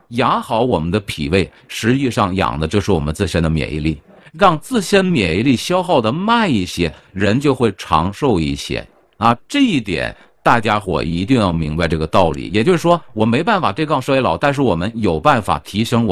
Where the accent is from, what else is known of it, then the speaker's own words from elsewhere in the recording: China; 咱们中国人是最会养生的